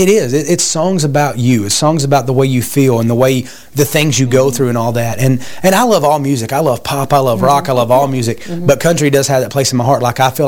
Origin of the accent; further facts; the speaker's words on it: the South, United States; I was from the South. Yeah, I'm from the South.